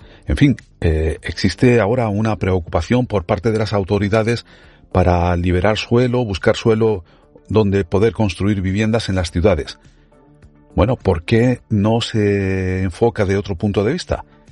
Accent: Málaga, Andalusia, Spain; yo soy de Málaga. Málaga es una zona, la ciudad de Málaga, una zona muy tensionada desde ese punto de vista de la vivienda.

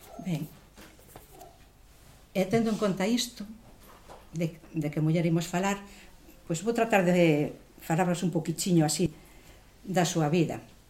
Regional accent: Ferrol, Galicia, Spain; Eu síntome identificada porque eu son de Ferrol, pero son do Río do Tronco e tamén pois un barrio medio urbano, medio rural, nos anos 60

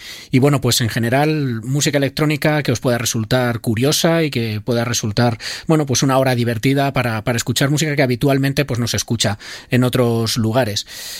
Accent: Guadalajara, Castilla-La Mancha, Spain; yo soy de Guadalajara y vengo aquí los miércoles a grabar el programa

